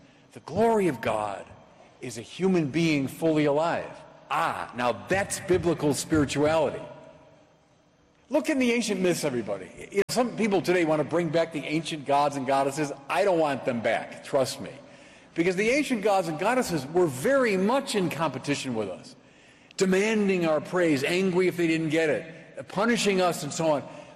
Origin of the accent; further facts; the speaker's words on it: Chicago, Illinois, United States; now in Minnesota, United States; I'm Bishop of Winona, Rochester in Minnesota. I'm from Chicago.